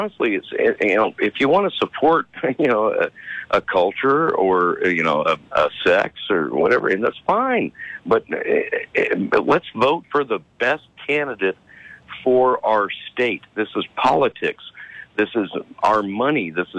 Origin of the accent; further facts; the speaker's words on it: Oklahoma, United States; I'm from Oklahoma, you know, a lot of different names.